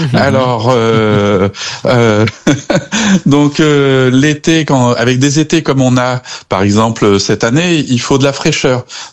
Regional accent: Republic of the Congo; also born or lived in Cameroon / Ivory Coast; Alors oui, j'ai grandi en Afrique, au Congo, au Cameroun et en Côte d'Ivoire, grâce à mes parents qui étaient expatriés et qui travaillaient là-bas.

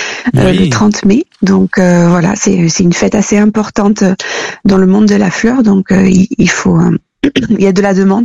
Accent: Landes, Nouvelle-Aquitaine, France; moi, je suis originaire des Landes et j'ai une partie de ma famille qui parle gascon.

